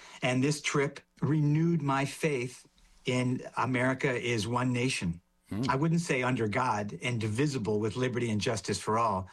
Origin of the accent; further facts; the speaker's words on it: Los Angeles, California, United States; When people in North Dakota found out I was from Los Angeles